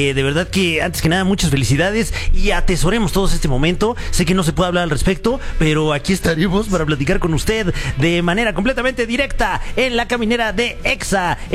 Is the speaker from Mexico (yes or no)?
yes; Mexico; Mira, en mi caso es la primera vez que vivo algo así en mi país. Que sí. Yo amo México.